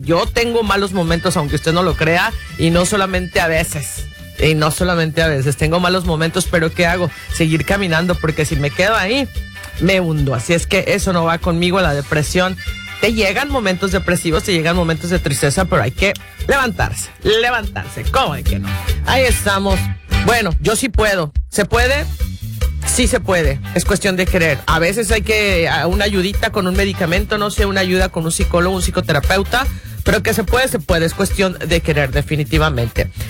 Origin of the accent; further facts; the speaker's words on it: Guadalajara, Jalisco, Mexico; now in Green Bay, United States; Y aparte soy de Guadalajara, 5. Y aparte vivo en Green Bay